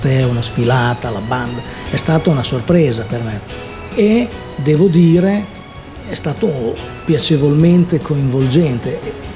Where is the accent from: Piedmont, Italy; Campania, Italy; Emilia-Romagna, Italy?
Emilia-Romagna, Italy; Bologna; sono foresto, vengo da Bologna.